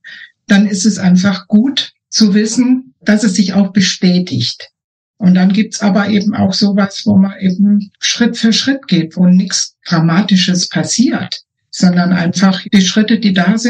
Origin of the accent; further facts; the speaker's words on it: Homberg, Hesse, Germany; ich komme aus Homberg an der Efze. Das ist so direkt mitten in Deutschland, so 40 Kilometer südlich von Kassel. Und da in der Nähe bin ich auch geboren und aufgewachsen und lebe seit fast 50 Jahren hier.